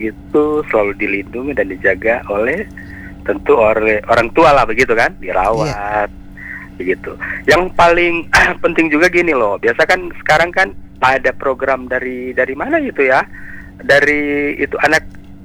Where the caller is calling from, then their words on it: Manado, North Sulawesi, Indonesia; Mungkin itu aja dulu dari saya, dari Manado, Sulawesi Utara.